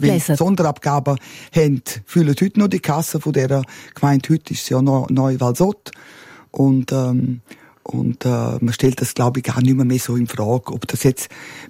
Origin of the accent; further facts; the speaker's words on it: Martina, Graubünden, Switzerland; Martina war ein Grenzort. Wir sind ja im Hotel aufgewachsen, nebenzu ein Kiosk und eine Tankstelle, ein Familienbetrieb, ein klassischer Familienbetrieb.